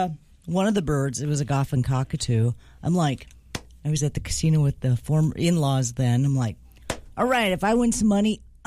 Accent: McIntosh, United States; Even when I was young, growing up in McIntosh

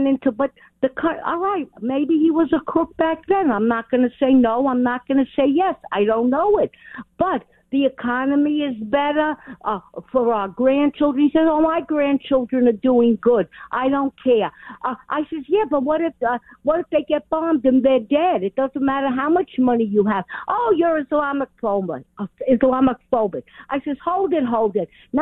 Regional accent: Bronx, New York, United States; I said, yeah, I was from the Bronx.

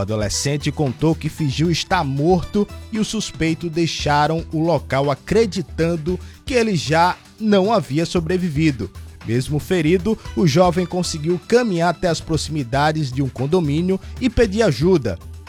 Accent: Alagoas, Brazil; também mandar um abraço para todos lá de Utinga Leão, minha terra natal

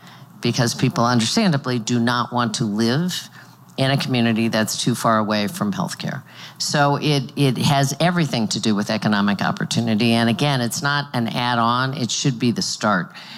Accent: Kansas, United States; my home state is Kansas. We both have significant rural areas in our states.

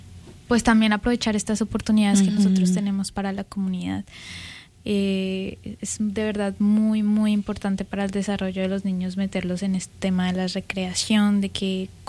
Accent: Colombia; moved away; en Colombia me gustaba todo el tema de la comunidad

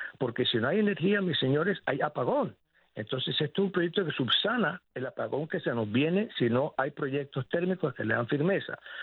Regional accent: Colombia; como soy colombiano y quiero a mi país y quiero que el país siga progresando

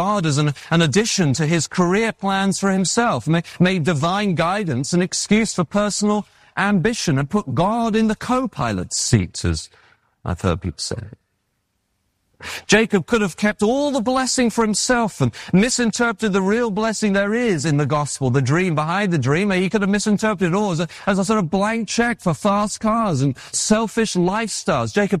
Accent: England, United Kingdom; moved away as an adult; now in United States

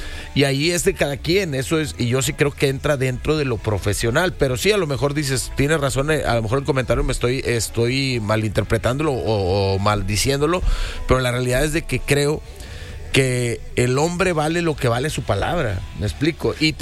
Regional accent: Monterrey, Nuevo León, Mexico; como somos los regios

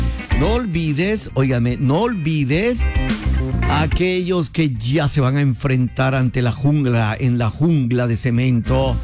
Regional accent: Colombia; Todos somos colombianos y ahora es cuando más se tiene que sentir este país

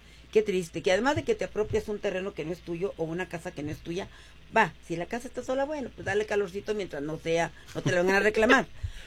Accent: Torreón, Coahuila, Mexico; now in Ciudad Juárez, Mexico; yo como migrante, pues yo soy de Torreón, Coahuila, a mucha honra, pero yo llegué aquí en el 80, cuando Juárez era un Juárez muy chiquito.

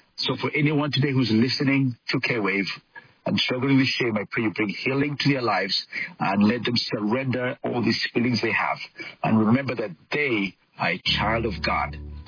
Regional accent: Uganda; Men in African and Middle Eastern cultures, well, I come from Uganda, and we do not run. We do not show our legs.

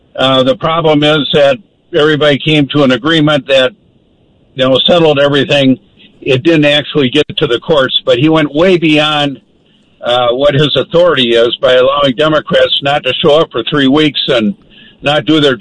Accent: St. Cloud, Minnesota, United States; born there; I was born in St. Cloud, actually, the oldest of 11 children.

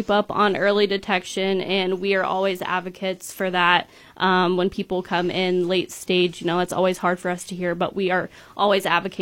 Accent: Dover, Ohio, United States; I grew up in Dover, so I kind of mm-hmm. really know the area

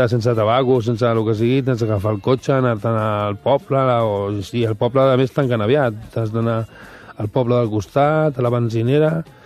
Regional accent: Barcelona, Catalonia, Spain; Sí, sí, tot soc del Raval de tota la vida, els meus avis, els meus besavis també.

